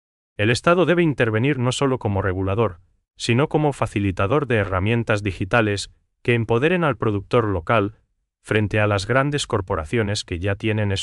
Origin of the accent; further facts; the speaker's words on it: Paraguay; ese sello propio que nos identifica como paraguayos